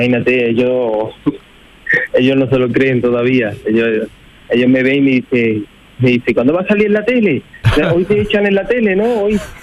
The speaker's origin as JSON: {"language": "Spanish", "town": "Iznalloz", "region": "Andalusia", "country": "Spain", "tie": "born or raised there", "said": "yo la compuse con unos 15 o 16 años en mi pueblo"}